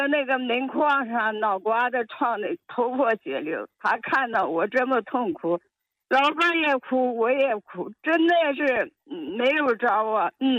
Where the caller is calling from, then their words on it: Qiqihar, Heilongjiang, China; 我是齐齐哈尔大民屯的，